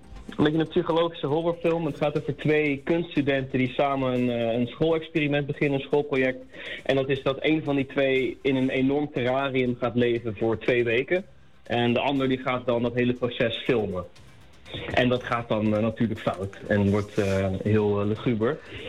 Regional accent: Leiden, South Holland, Netherlands; Nee, het is, ik kom zelf uit Leiden.

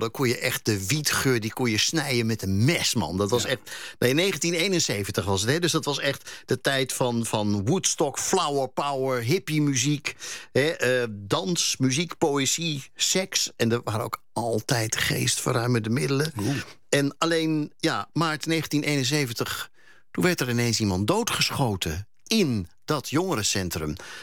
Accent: Hengelo, Overijssel, Netherlands; Ik ben opgegroeid in Hengelo, dus

